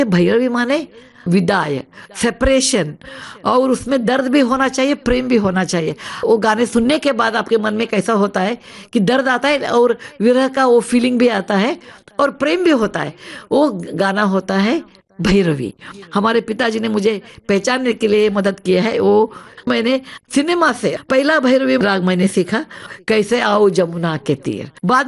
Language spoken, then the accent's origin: Hindi; Dharwad, Karnataka, India; धारवाड़ एक छोटा डिस्ट्रिक्ट है कर्नाटक में, वो धारवाड़ की हूं मैं।